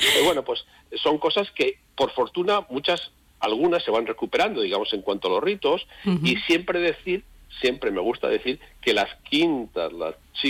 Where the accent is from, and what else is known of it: Talavera de la Reina, Castilla-La Mancha, Spain